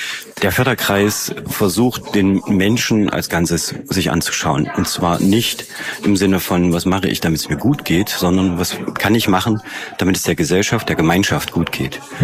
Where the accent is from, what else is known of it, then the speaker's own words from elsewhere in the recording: Saalfeld, Thuringia, Germany; Aber ich habe in meiner Schulklasse, ich komme aus Saalfeld, mal rumgefragt, wo denn die Omas und Opas herkommen.